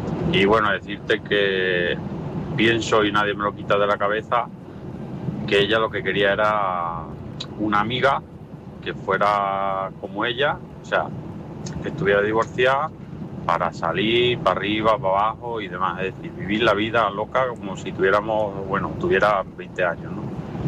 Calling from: Ciudad Real, Castilla-La Mancha, Spain; de Ciudad Real.

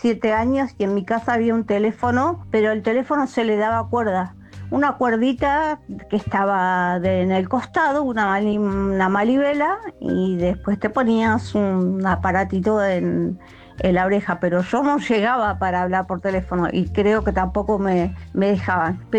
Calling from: Cipolletti, Río Negro, Argentina; de Chipoleti, Río Negro.

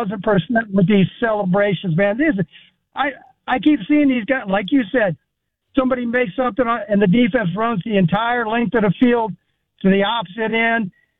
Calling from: Florida, United States; I'll tell you what, I'm calling from Florida, and the storm will, you know, kind of miss us a little bit.

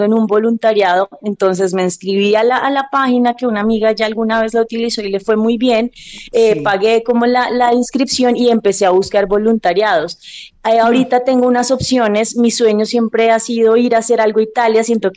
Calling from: Bogotá, Colombia

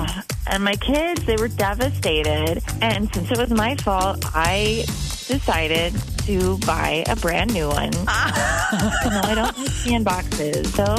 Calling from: Madison, Wisconsin, United States; I'm from Madison.

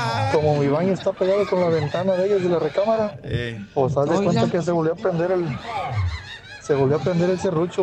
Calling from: Mexico; vivo de México.

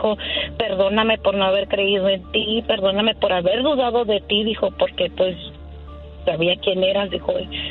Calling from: Oklahoma, United States; Desde Oklahoma.

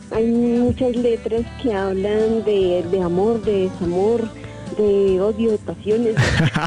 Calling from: Ubaté, Cundinamarca, Colombia; De Ubaté, Cundinamarca

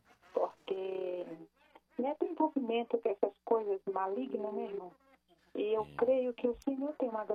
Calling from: Couto de Magalhães de Minas, Minas Gerais, Brazil; de Couto Magalhães, Minas.

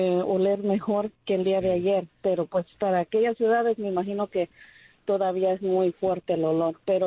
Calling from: Beaumont, Texas, United States; yo vivo en la ciudad de Beaumont.

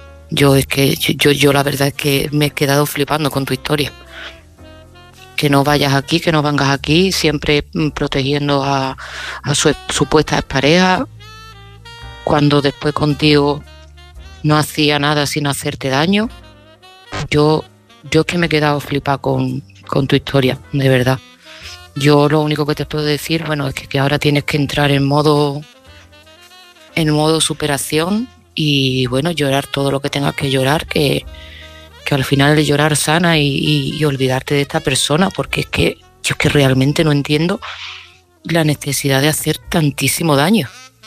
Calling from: Seville, Andalusia, Spain; de Sevilla

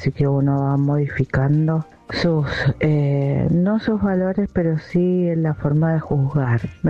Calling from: Mendoza, Argentina; de Mendoza.

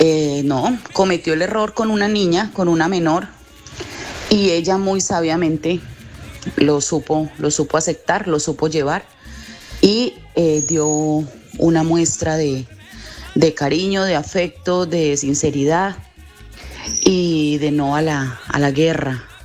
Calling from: Colombia; como colombiana que soy

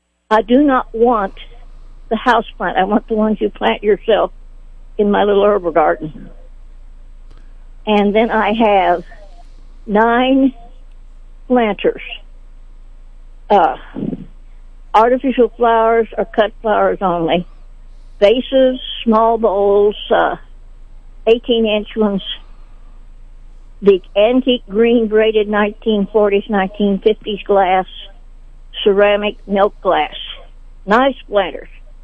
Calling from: Sedalia, Missouri, United States

